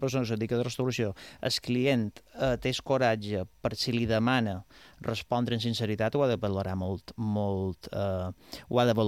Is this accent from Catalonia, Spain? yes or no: no; Palma, Balearic Islands, Spain; a Son Cotoner, nostre barri, nosaltres som de Palma